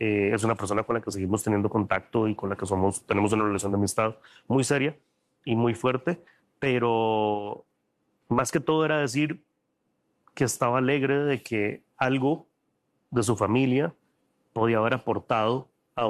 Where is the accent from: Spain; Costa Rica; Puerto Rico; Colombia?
Costa Rica; retroalimentación como nosotros, para nosotros como costarricenses, y un poco también de inquietud de conocer qué es cocina costarricense.